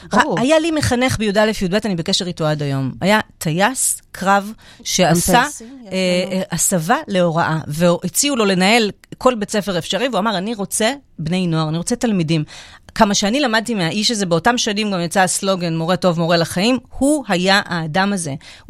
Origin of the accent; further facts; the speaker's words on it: Netanya, Central District, Israel; now in Pardes Hanna, Israel; אז אני גדלתי בנתניה